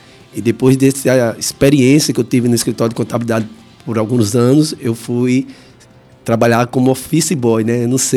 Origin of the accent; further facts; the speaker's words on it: Aracaju, Sergipe, Brazil; Eu sou de Aracaju.